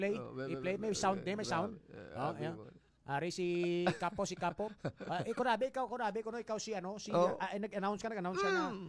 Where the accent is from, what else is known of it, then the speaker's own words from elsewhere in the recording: Western Visayas, Philippines; Ano mo nalaman na Ilonggo ako?